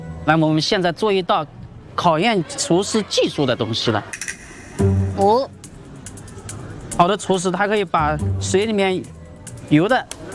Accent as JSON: {"language": "Chinese", "town": "Ganzhou", "region": "Jiangxi", "country": "China", "said": "因为我们赣州人95%是客家人，增援迁徙过来的。"}